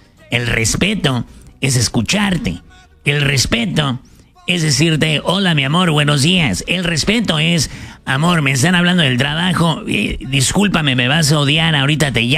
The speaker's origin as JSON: {"language": "Spanish", "town": "Ciudad Obregón", "region": "Sonora", "country": "Mexico", "said": "soy de Ciudad Obregón."}